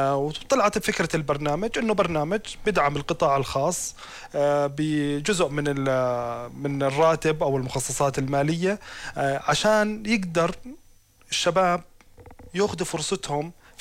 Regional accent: Jordan; واحنا للأمان كأردنيين لازم نفتخر بهاي الرؤية

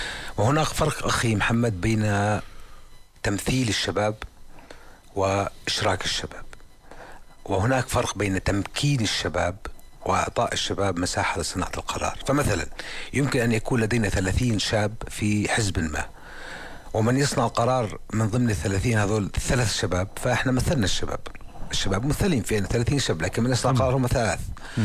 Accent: Zarqa, Zarqa Governorate, Jordan; أنا من الزرقاء

